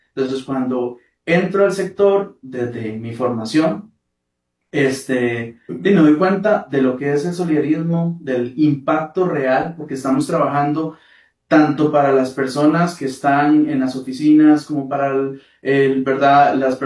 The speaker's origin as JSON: {"language": "Spanish", "town": "Esparza", "region": "Puntarenas", "country": "Costa Rica", "tie": "born or raised there", "said": "yo vengo de un pueblo rural, ¿verdad? Yo vengo de Esparza, Punta Arenas."}